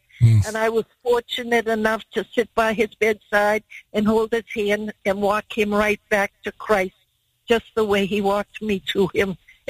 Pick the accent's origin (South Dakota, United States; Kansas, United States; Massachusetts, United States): Massachusetts, United States; Boston; now in Fort Myers, United States; I grew up in Boston.